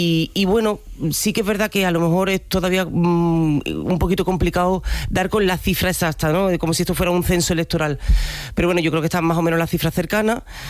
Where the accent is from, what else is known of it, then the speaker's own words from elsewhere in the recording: Andalusia, Spain; los que somos del campo de Gibraltar, como en mi caso, conocemos, porque hay un hermanamiento enorme entre la sociedad del campo de Gibraltar con la de Ceuta